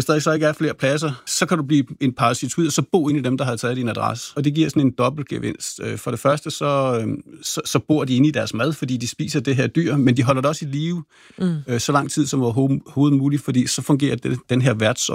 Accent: Rødvig, Zealand, Denmark; jeg voksede op nede i Rødevig, hvor jeg lå og sejlede rundt i min optimistjolle

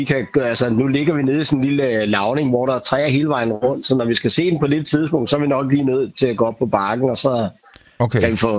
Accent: Vestegnen, Capital Region of Denmark, Denmark; accent: Vestegnen; now in Skamstrup, Denmark; hvis man tager min accent, så er jeg faktisk fra Vestegnen.

